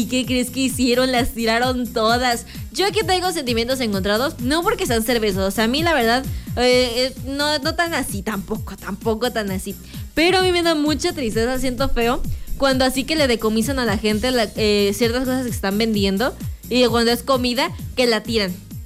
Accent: Mexico; nosotros como mexicanos

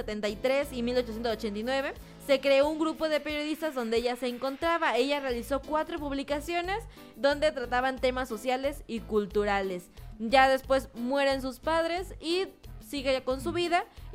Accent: Mexico; siendo mexicanos y vecinos de mexicanos siendo mexicanos

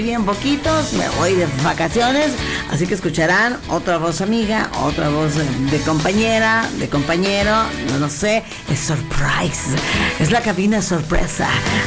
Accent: Mexico; qué bonito ser mexicanos.

